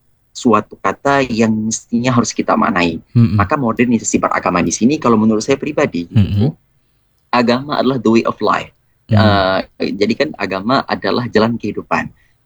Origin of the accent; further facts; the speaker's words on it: Aceh, Indonesia; saya sendiri adalah berasal dari Dewantara, Gurung Kukuh, Aceh Utara, dan tentunya kegiatan sehari-hari saya masih di lingkungan daerah